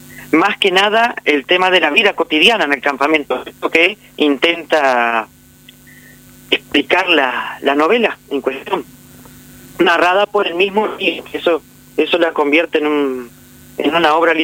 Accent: Melo, Cerro Largo, Uruguay; now in Montevideo, Uruguay; yo me vine o salí de Melo en el año 1998 para Montevideo, para estudiar, ¿no?

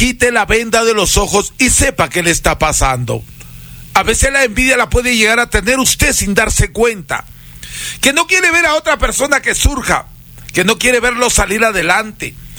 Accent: Huancabamba, Piura, Peru; mi cultura huancabambina, peruana

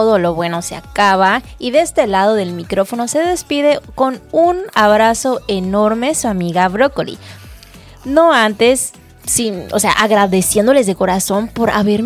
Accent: Chetumal, Quintana Roo, Mexico; yo soy de Chetumal. Toda mi vida he vivido en Chetumal.

